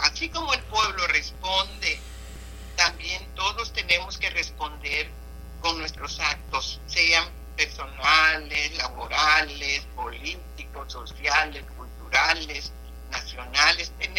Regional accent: Guerrero, Mexico

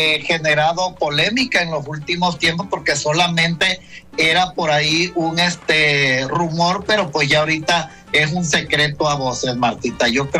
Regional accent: Hueyapan de Ocampo, Veracruz, Mexico; born there; moved away; voy a estar una corta temporada en Veracruz, en mi pueblo, en Hueyapan de Ocampo.

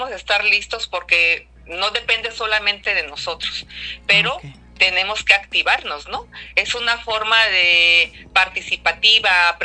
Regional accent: La Paz, Baja California Sur, Mexico; now in Mazatlán, Mexico; Yo soy de Baja California Sur, de La Paz, ahorita vivo en Mazatlán, pero soy de La Paz.

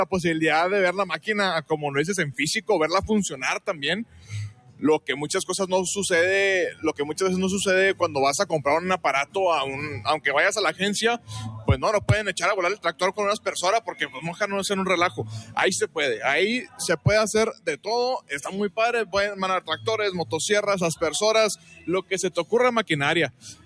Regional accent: Mexico

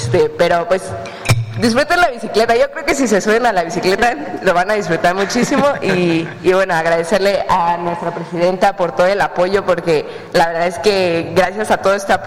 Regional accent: Mexico; Ay, pues yo como mexicana y niña que crecí viendo a mis ídolos deportivos ganando medallas olímpicas

